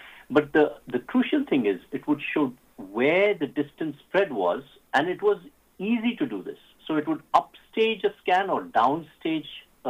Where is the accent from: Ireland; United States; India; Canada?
India; Pune, Maharashtra; I was from Loyola High School, in Pune.